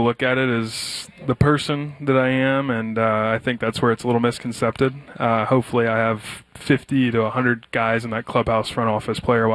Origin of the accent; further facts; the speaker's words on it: Tennessee, United States; About 20 miles north of Memphis, Tennessee.